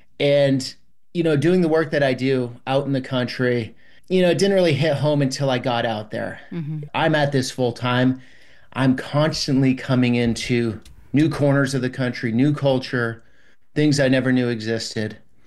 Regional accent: United States; And are just as American as you and I, but living in a totally different world.

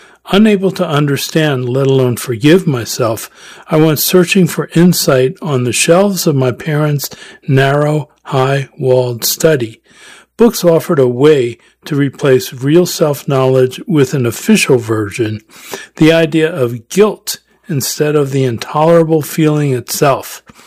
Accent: California, United States; This was early 70s, before anyone called my hometown Silicon Valley

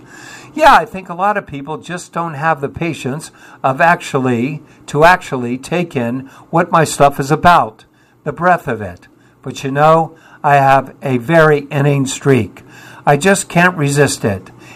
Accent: England, United Kingdom; now in United States; I am very English, although I may have been rewired now internally as an American.

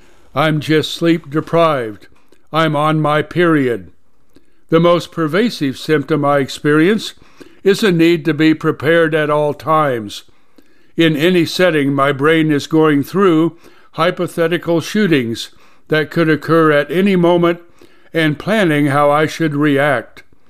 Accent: United States; they didn't happen to me because of who I am as an individual, but rather because I grew up in America.

